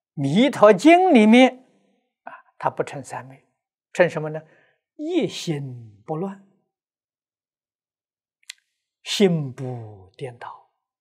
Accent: China; 一定是成圆满的大智慧，我们中国人是这样翻法，这样说法。

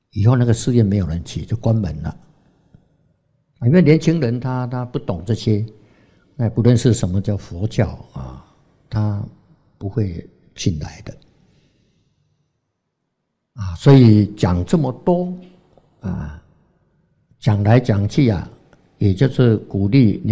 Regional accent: Taiwan; accent: Taiwanese; 那个老板娘听到我们是台湾口音的啊，讲台语的就特别亲切呀

